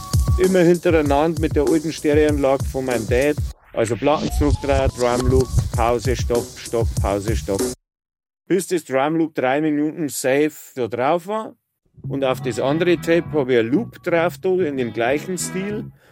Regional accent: Bavaria, Germany; accent: Bavarian dialect

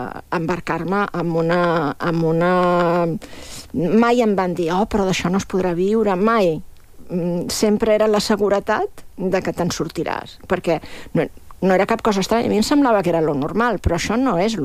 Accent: Esparreguera, Catalonia, Spain; soc d'Esparreguera, un poble que tradicionalment és molt conegut pel teatre

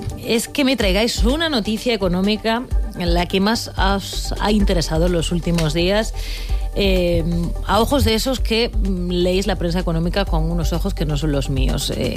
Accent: Extremadura, Spain; Yo que soy extremeña

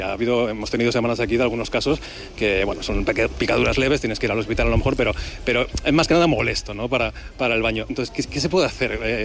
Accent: Ávila, Castile and León, Spain; also born or lived in Madrid; now in San Sebastián, Spain; yo llevo 3 meses aquí en Donosti, en San Sebastián, o sea, yo soy de Ávila, viví muchos años en Madrid, y claro, vine aquí

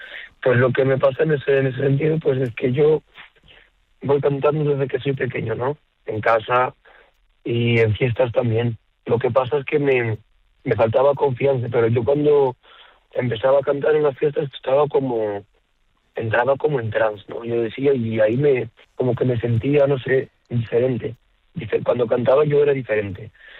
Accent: Mont-de-Marsan, Nouvelle-Aquitaine, France; Yo nací en Mont de Marsan

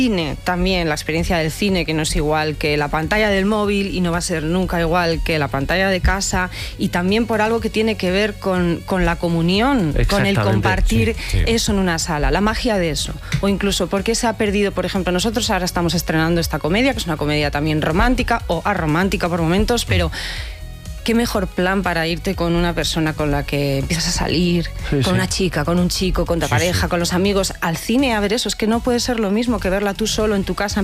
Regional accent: Santander, Cantabria, Spain; Yo soy de Santander

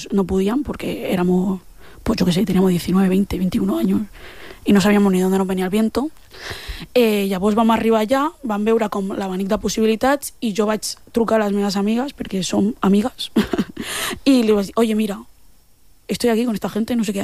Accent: L'Hospitalet de Llobregat, Catalonia, Spain; com a dones negres d'Hospitalet, que no, que som de Hospi

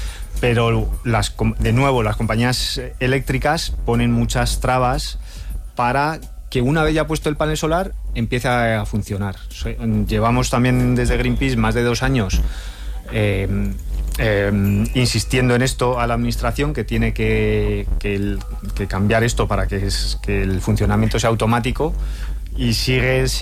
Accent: Spain

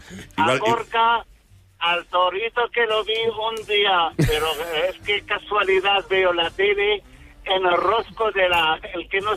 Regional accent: Damascus, Damascus Governorate, Syria; now in L'Ametlla de Mar, Spain; El origen de Siria, de Damasco.

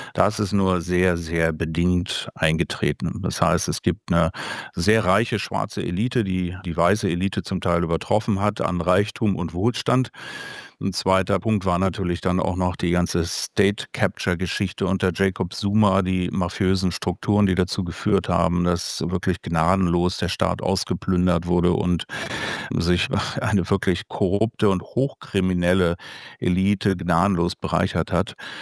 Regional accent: East Germany, Germany; das ich so in der Grunddimension auch als Ostdeutscher wirklich mit der Wende in Ostdeutschland verglichen habe

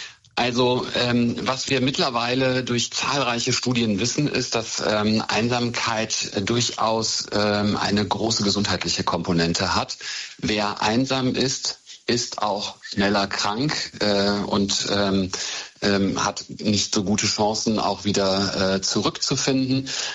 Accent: Cologne, North Rhine-Westphalia, Germany; Wir kennen alle den Ruf, den Köln hat, auch das, was ich als Kölner auch wirklich sehr gern mag.

